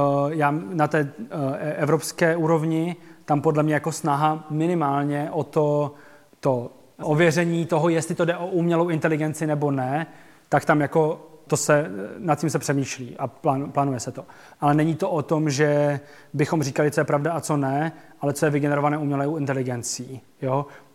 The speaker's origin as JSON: {"language": "Czech", "town": "Ostrava", "region": "Moravian-Silesian Region", "country": "Czechia", "also_born_or_lived": "Prague", "said": "Z Ostravy. A právě jsem jako pracoval v Praze, studoval, ale měl jsem jako velkou motivaci se vrátit domů."}